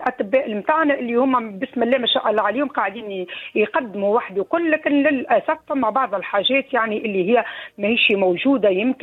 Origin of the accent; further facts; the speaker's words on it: Tunisia; مسيرش كما نقولوا احنا في تونس او غيرها مش كان تونس وكهوا